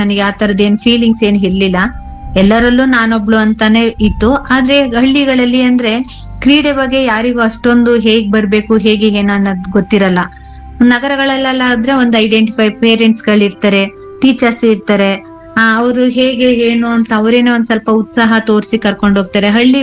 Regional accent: Karnataka, India; 1-7 ನಾನು ಕಂಚುಗಾರ ಕಪ್ಪಲಲ್ಲಿ ಓದಿದ್ದು, 7th PU ನಮ್ಮ ಊರಿನ ಪಕ್ಕ 4 kilometre Kesthur ಕಪ್ಪಲು. Next 2 degree ಇನ್ನಾಗ KR ನಗರದಲ್ಲೇ ಮಾಡಿದ್ದು.

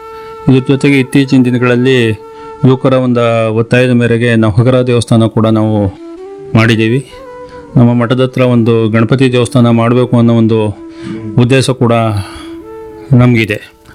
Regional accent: Hanchipura, Karnataka, India; ನಮ್ಮ ಅಂಚಿಪುರ ಗ್ರಾಮಕ್ಕೆ

